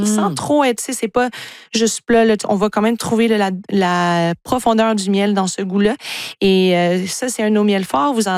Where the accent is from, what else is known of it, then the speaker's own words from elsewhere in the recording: Beauharnois, Quebec, Canada; born there; moved away as an adult; also born or lived in Ottawa; mon conjoint et moi, on a décidé de revenir à Beauharnois. Parce qu'en effet, c'est ça, je pratiquais le droit et j'étais à Ottawa.